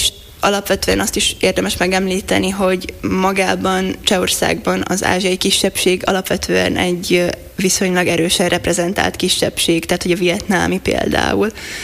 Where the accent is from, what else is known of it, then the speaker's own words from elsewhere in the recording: Šamorín, Trnava Region, Slovakia; moved away as an adult; now in Prague, Czech Republic; Még hogyha most már nem is feltétlenül Somorjában lakom, de hogy ott nőttem fel, de hogy most már falun lakunk a közelében